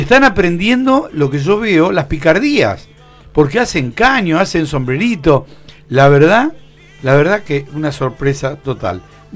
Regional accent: Argentina; Somos argentinos y ahora va a rodar la pelota

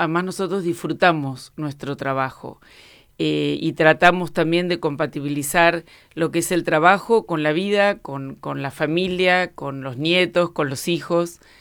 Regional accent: Bahía Blanca, Buenos Aires Province, Argentina; yo nací en Bahía Blanca, estudié en Bahía Blanca, me casé en Bahía Blanca.

